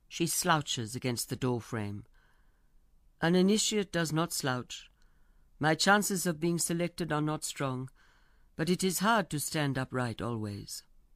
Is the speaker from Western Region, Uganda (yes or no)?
yes; Western Region, Uganda; moved away; He came with me when I came down here from Uganda. I lived near to the Congo border, near the Semliki River.